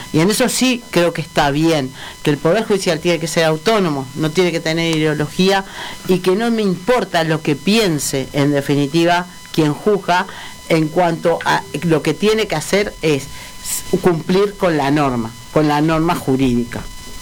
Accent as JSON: {"language": "Spanish", "country": "Uruguay", "said": "los uruguayos desde nuestro nacimiento."}